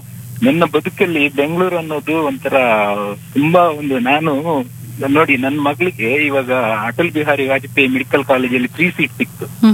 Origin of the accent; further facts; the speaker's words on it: Mangalore, Karnataka, India; accent: Mangalore; moved away as an adult; now in Bengaluru, India; ಅದು ಮಂಗಳೂರು, ಮಂಗಳೂರಿಂದ. ಮಂಗಳೂರಲ್ಲಿ ನಮ್ಮ ಹುಟ್ಟೂರು ಮಂಗಳೂರು. 25 ವರ್ಷ ಮಂಗಳೂರಲ್ಲಿ ಬೆಳೆದೆ.